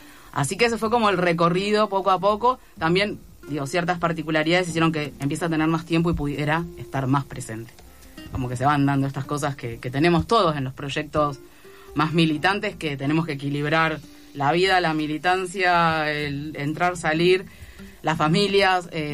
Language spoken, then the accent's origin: Spanish; Bahía Blanca, Buenos Aires Province, Argentina; moved away as an adult; now in Buenos Aires, Argentina